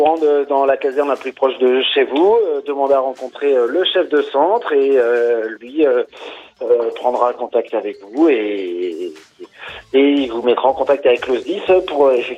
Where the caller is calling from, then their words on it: L'Hospitalet-près-l'Andorre, Occitanie, France; Je vous appelle de l'Hospitalet près Landore.